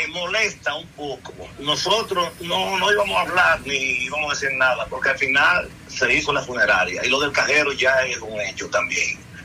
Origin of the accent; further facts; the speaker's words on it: Bonao, Monseñor Nouel, Dominican Republic; somos de Bonao y nos conocemos